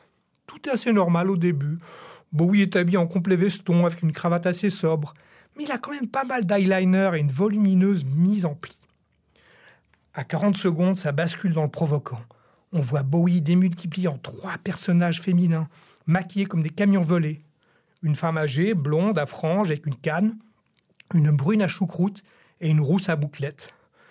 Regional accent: Geneva, Switzerland; Chez moi, en Suisse, est créé le comité pour le boycott des courts-ménages et obligatoires pour jeunes filles. Ce mouvement est médiatisé comme grève des casseroles. Moi, à Genève, je venais d'avoir 15 ans.

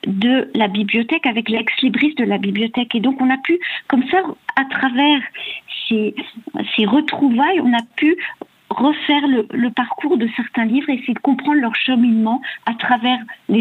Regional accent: Geneva, Switzerland; born there

